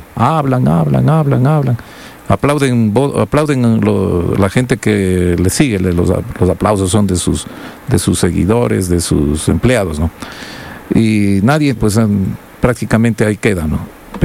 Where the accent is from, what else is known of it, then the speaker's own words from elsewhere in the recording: Ecuador; es lo que somos los ecuatorianos